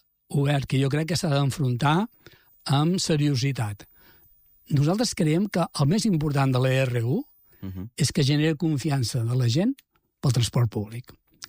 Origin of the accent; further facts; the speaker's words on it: Vilassar de Mar, Catalonia, Spain; jo sóc de Vilassar de Mar